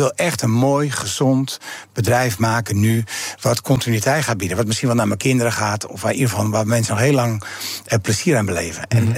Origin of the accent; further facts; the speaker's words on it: Amsterdam, North Holland, Netherlands; Maar als Amsterdammer zou ik daar dan wel iets aan toevoegen.